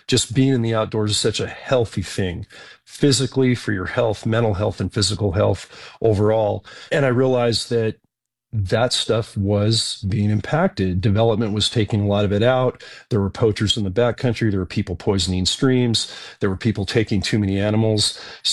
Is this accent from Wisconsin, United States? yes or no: no; Gilroy, California, United States; also born or lived in San Jose; growing up in the Gilroy, San Martin, Morgan Hill area, about 25 miles south of that tech capital